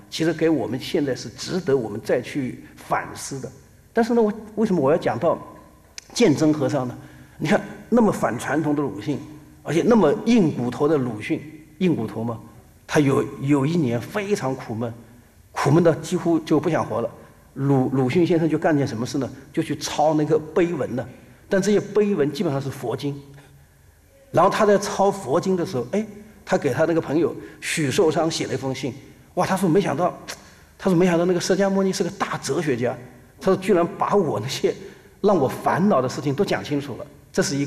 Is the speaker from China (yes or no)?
yes; China; 尤其是我这一代的中国人，就是我们基本上是在一个非常西化的一个环境下成长的。